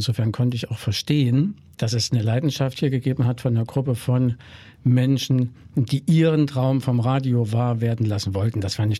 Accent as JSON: {"language": "German", "town": "Jena", "region": "Thuringia", "country": "Germany", "said": "Ich komme ja aus Jena und wir hatten in Jena einen offenen Hörfunkkanal schon aufgebaut"}